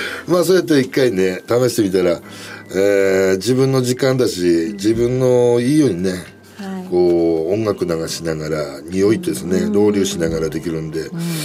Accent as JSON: {"language": "Japanese", "town": "Yokohama", "region": "Kanagawa", "country": "Japan", "moved": "yes", "lives_now": "Sapporo, Japan", "said": "横浜です。はい、横浜市函館町ってところなんですね。"}